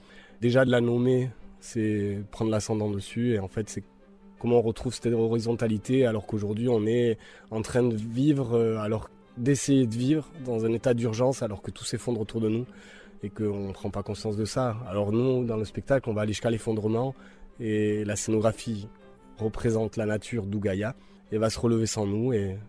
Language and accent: French; Nouvelle-Aquitaine, France; also born or lived in Agen; je suis originaire du Pays Basque. J'ai vécu pas mal d'années à Sokoa et à Askain.